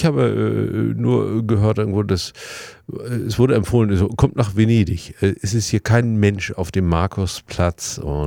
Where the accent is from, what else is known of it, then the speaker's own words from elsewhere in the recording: Mecklenburg-Vorpommern, Germany; weil wir gesagt haben, wir kommen aus Mecklenburg